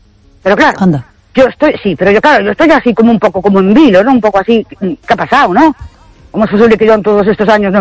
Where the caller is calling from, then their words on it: Ourense, Galicia, Spain; Buenas noches, perdón … de Ourense.